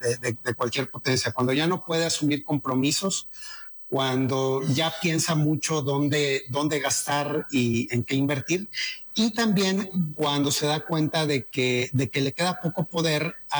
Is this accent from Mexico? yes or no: yes; Mexico